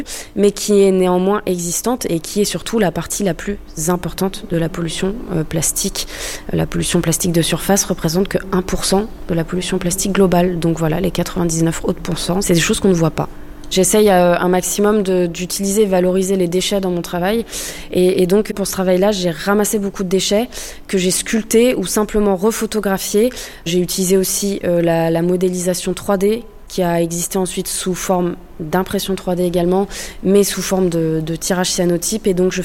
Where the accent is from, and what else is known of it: Brittany, France; now in Saint-Malo, France